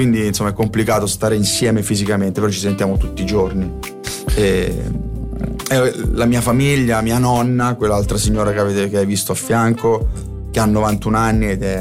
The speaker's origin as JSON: {"language": "Italian", "town": "Carovigno", "region": "Apulia", "country": "Italy", "tie": "born there", "said": "Carovigno. Mi piace nominare il mio paese"}